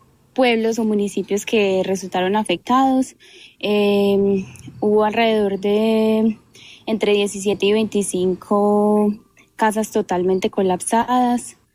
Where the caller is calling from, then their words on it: Antioquia, Colombia; Yo soy de un pueblo que se llama Andes